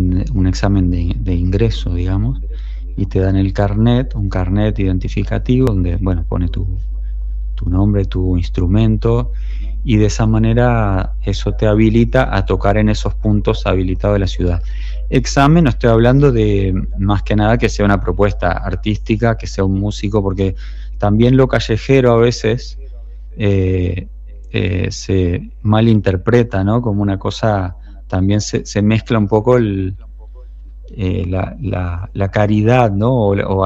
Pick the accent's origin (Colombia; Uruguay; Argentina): Uruguay; accent: Uruguayan; now in Spain; ¿cómo mantienes como mi acento de uruguayo cuando hablo como que no estoy tan contaminado por el español de España?